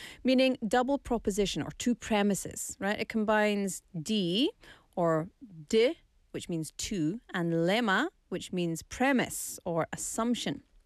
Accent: Scotland, United Kingdom; now in South Korea; 우리 스코틀랜드에서 가위바위보 없으니까요.

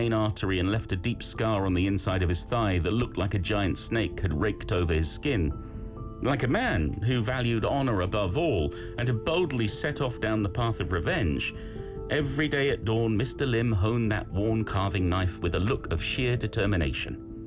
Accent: United Kingdom; I feel like because I'm British, Peter, I feel like a Chanbap Shinsa.

